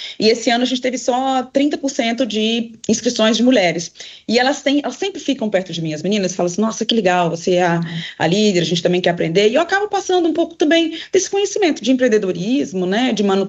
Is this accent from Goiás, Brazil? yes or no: no; Minas Gerais, Brazil; E como eu sou uma menina do interior do Brasil, como eu sou de um lugar, eu sou do leste de Minas, né, de uma cidade de 80 mil habitantes